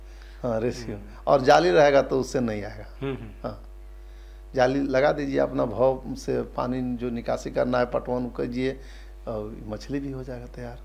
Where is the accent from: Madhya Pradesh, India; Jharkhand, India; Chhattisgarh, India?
Jharkhand, India; Garhwa district; और हम लोग गढ़वा जिला का ही हो करके